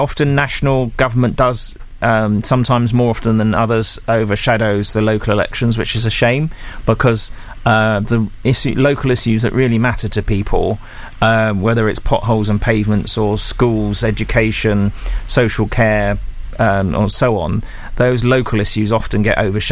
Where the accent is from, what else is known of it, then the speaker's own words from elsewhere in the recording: Epping Forest District, East of England, United Kingdom; now in Chelmsford, United Kingdom; I grew up in West Essex in Epping Forest District, and so I spent the first half of my life there and the second half of my life so far in Chelmsford.